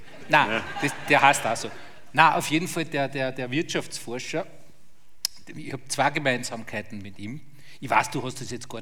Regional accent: Traun, Upper Austria, Austria; also born or lived in Linz; Ja, und dann bin ich in Traun aufgewachsen.

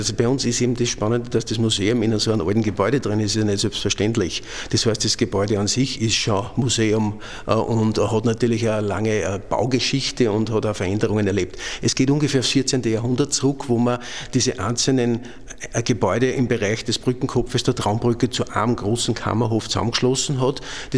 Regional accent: Gmunden, Upper Austria, Austria; Ich bin eigentlich 98 von der Uni Salzburg gekommen, um hier in meiner Heimatgemeinde was zu tun

